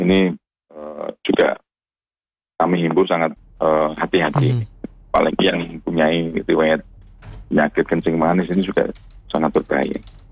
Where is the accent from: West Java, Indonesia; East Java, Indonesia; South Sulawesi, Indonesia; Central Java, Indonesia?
Central Java, Indonesia; Semarang; kita sebagai warga Kota Semarang